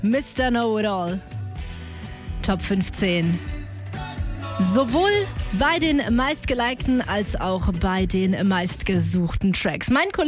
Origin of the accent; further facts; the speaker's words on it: Hesse, Germany; Als Hessin in Bayern ist es manchmal echt schwierig.